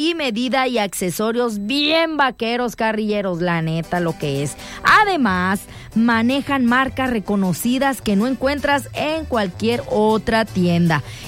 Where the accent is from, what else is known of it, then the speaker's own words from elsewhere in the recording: Sonora, Mexico; a mí me fascina Sonora, me fascina mi tierra bonita, me fascina el calorón